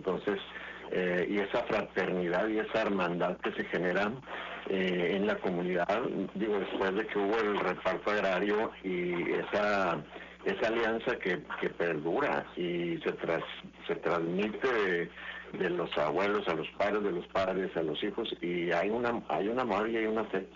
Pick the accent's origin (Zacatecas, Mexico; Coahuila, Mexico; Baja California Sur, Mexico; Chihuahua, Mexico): Chihuahua, Mexico; Nicolás Bravo; moved away; Nicolás Bravo, en el municipio de Mara, Chihuahua, donde yo soy nativo.